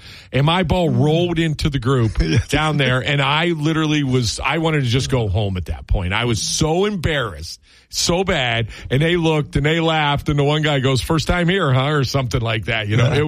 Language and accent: English; Steubenville, Ohio, United States; 19-year-old. I'm from Steubenville. I grew up on a public golf course